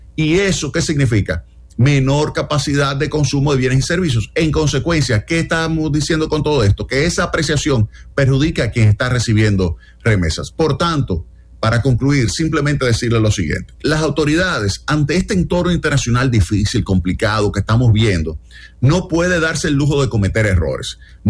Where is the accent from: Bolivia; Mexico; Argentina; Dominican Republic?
Dominican Republic; a mí como dominicano